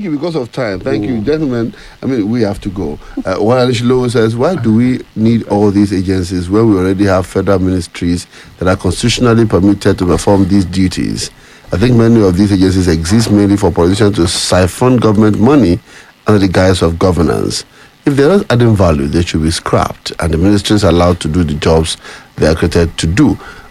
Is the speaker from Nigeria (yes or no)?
yes; Nigeria; I'm a Nigerian.